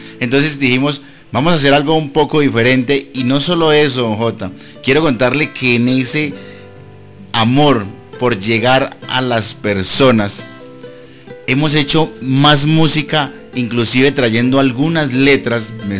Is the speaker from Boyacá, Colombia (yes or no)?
yes; Boyacá, Colombia; siempre a cada parte de Colombia que voy, lo digo con mucho amor, soy boyacense porque somos personas llenas de cordialidad, de respeto por los demás.